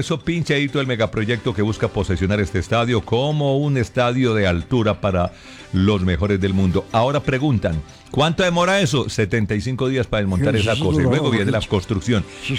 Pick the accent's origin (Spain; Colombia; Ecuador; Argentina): Argentina; Somos argentinos y vamos a ganar y el mundial es nuestro.